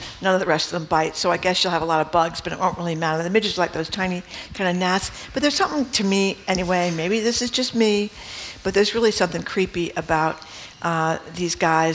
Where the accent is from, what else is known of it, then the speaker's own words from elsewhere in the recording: Fall River, Massachusetts, United States; growing up in Fall River, I mean, soccer was huge because there were so many great Portuguese teams.